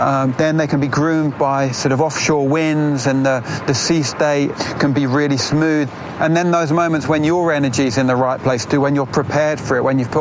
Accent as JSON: {"language": "English", "region": "London", "country": "United Kingdom", "tie": "born or raised there", "lives_now": "Cornwall, United Kingdom", "said": "But I'm a Londoner born and bred that now lives in Cornwall. I've lived here for the best part of 20 years."}